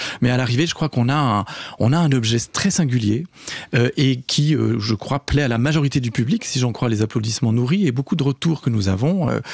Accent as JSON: {"language": "French", "region": "Geneva", "country": "Switzerland", "tie": "born there", "said": "Moi je suis né à Genève"}